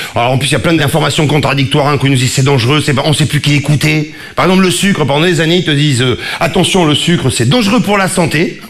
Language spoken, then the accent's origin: French; Marseille, Provence-Alpes-Côte d'Azur, France; now in Paris, France